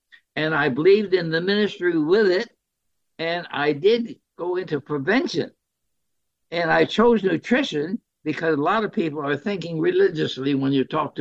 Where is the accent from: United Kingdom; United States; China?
China; But the reason I got into this public health business was my bringing up in China. I grew up in China